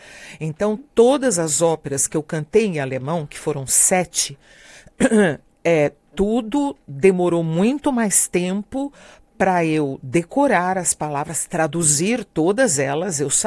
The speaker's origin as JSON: {"language": "Portuguese", "region": "São Paulo", "country": "Brazil", "tie": "born there", "first_language": "French", "second_language": "Portuguese", "said": "E minha mãe era francesa e eu, sim, aprendi a ler e escrever primeiramente em francês. Estudei aqui no Liceu Pasteur, em São, sim, Paulo."}